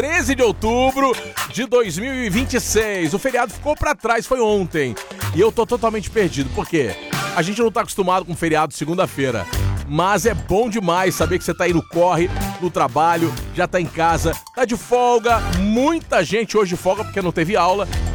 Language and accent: Portuguese; Brazil; no nosso contexto como brasileiros